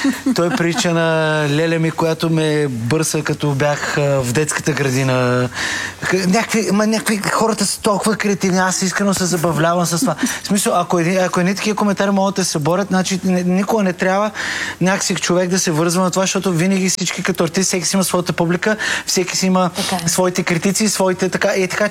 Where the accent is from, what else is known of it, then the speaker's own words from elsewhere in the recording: Varna, Varna Province, Bulgaria; Тя там сега си живее баба ми. Аз съм от Варна, нали?